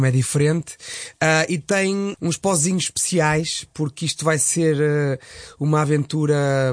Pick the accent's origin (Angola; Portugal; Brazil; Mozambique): Portugal; Porto, Norte; accent: Porto; Às vezes escapa-me ali o meu sotaque do Porto, não é? Porque eu sou do Porto.